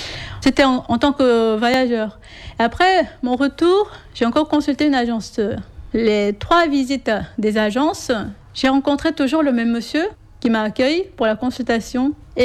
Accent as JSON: {"language": "French", "country": "South Korea", "second_language": "French", "moved": "as an adult", "lives_now": "France", "said": "je suis coréenne. J'ai mère de 2 enfants"}